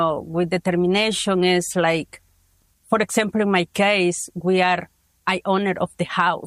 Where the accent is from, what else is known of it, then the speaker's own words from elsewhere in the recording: El Salvador; English is a second language; now in United States; I'm from El Salvador, an NTPS holder since 2001.